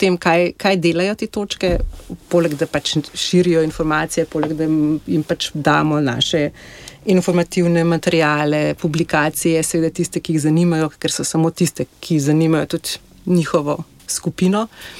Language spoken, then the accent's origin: Slovenian; Križe, Upper Carniola, Slovenia; Ja, jaz sem rojena v Alpah, v bistvu v vasici Križe, pod Kriško goro. Tako da razdijala sem se v gorah.